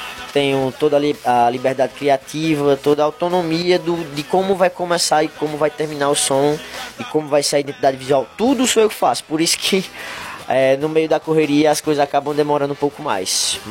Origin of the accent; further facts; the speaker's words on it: Northeast Region, Brazil; accent: nordestino; cantar com o nosso sotaque cheio de aquele sotaque nordestino puxadão mesmo